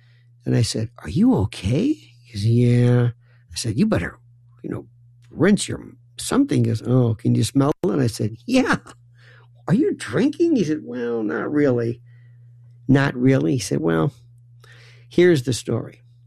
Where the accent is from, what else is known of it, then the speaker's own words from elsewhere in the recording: Florida, United States; I knew growing up in Florida, We had a very strong Cuban contingent.